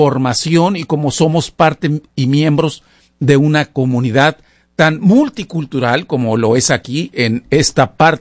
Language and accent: Spanish; Mexico; al lugar donde hemos nacido, principalmente que es nuestro propio país de origen, obviamente. se los digo como mexicano